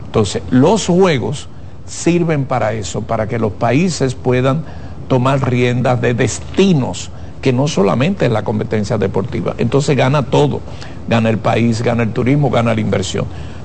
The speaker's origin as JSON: {"language": "Spanish", "country": "Dominican Republic", "said": "le estoy hablando como dominicano."}